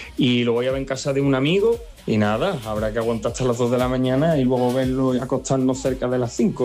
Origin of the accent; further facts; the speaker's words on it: Andalusia, Spain; accent: Andalusian; now in Madrid, Spain; Y nada, si no entendéis por mi acento andaluz, podéis poner subtítulos.